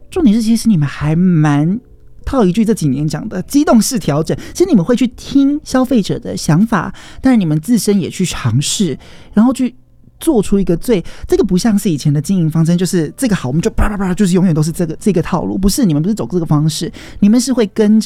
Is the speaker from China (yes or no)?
no; Taiwan; 因为我们也土生土长生在台湾